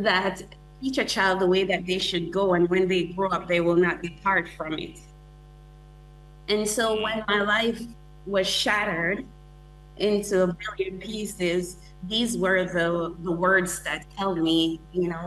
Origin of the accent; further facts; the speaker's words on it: Kingston, Jamaica; I was born here in Kingston Jubilee Hospital, and I was born to a teenage mom